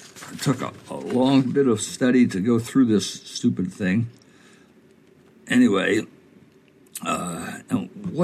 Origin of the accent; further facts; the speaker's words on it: Dover, Delaware, United States; also born or lived in Rehoboth, Delaware; Technically, I was raised in Dover, Delaware. I went to Cesar Rodney High School. I graduated on the 50th year the high school existed. It's now over 100 years old. I'm 77 years young.